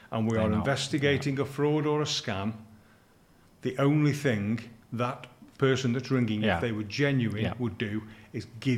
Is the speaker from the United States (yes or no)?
no; Stoke-on-Trent, West Midlands, United Kingdom; accent: local (Stoke-on-Trent); You can tell by my accent, I'm a local bloke.